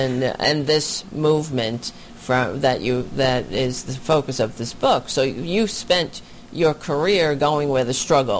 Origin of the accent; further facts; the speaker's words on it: New York, United States; I would say Sussa. I'm a New Yorker.